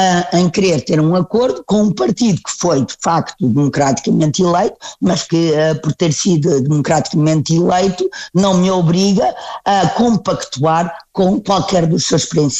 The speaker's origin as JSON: {"language": "Portuguese", "country": "Portugal", "said": "eu confesso que começo a ficar um bocado envergonhada do nosso governo, enquanto portuguesa, não é?"}